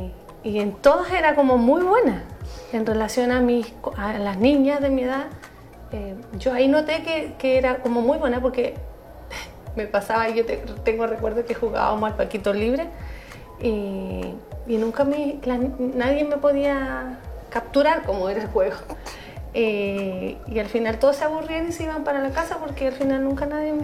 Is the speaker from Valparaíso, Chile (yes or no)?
no; Tomé, Biobío, Chile; Yo crecí aquí en la Villa Alemania, aquí cerquita del canal, y tuve muy bonita infancia, muy bonitos recuerdos de mi adolescencia aquí en Tomé.